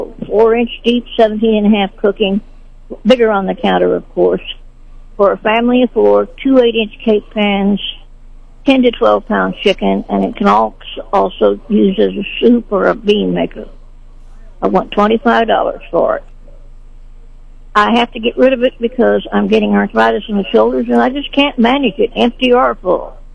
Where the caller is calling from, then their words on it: Sedalia, Missouri, United States; I'm calling from Sedalia.